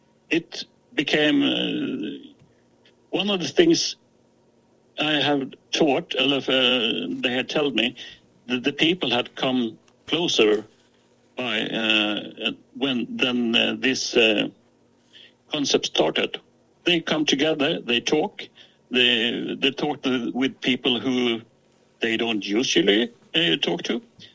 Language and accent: English; Gotland, Sweden; English is a second language